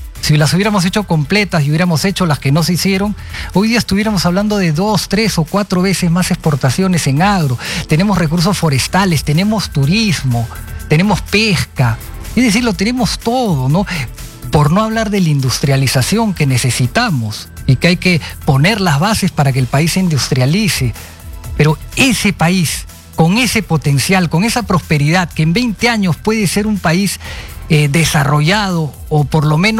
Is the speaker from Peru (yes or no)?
yes; Peru; Esto es un problema grave que tenemos como peruanos